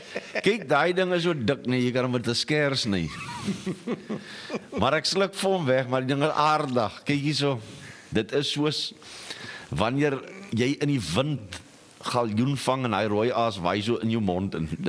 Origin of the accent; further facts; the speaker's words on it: Kirkwood, Eastern Cape, South Africa; ek kom van Kirkwood af, espresso, wat is dit?